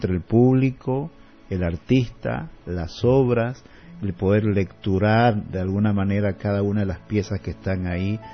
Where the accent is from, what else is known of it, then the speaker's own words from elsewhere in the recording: Santa Cruz, Bolivia; Para todos nosotros, como público cruceño, como público boliviano